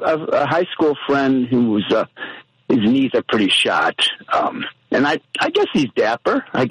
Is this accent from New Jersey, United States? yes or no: no; Chicago, Illinois, United States; born there; now in the Plains (Chicago suburbs), United States; I was born in Chicago, but I live in the Plains.